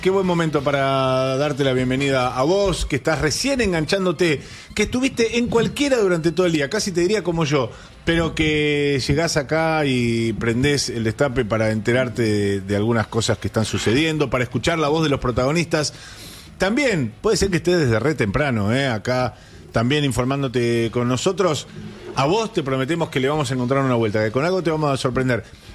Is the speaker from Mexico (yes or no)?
no; Argentina